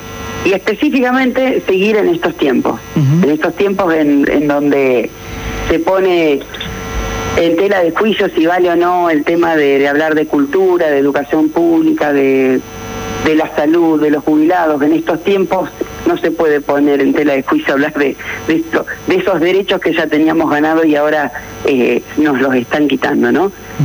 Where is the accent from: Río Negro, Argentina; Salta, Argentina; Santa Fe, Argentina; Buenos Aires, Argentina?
Santa Fe, Argentina; Hemos ido a Santo Tomé, a mi pueblo, a Helvecia.